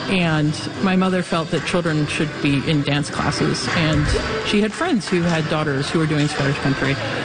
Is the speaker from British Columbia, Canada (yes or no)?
yes; Vancouver, British Columbia, Canada; I grew up in Vancouver, and I started dancing as a child.